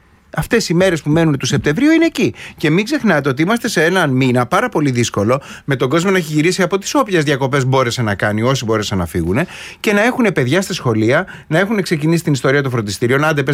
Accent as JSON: {"language": "Greek", "town": "Koropi", "region": "Attica", "country": "Greece", "tie": "born there", "said": "Εντάξει, εγώ έχουμε οικολόγηση και γεννηθεί στο Κοροπή."}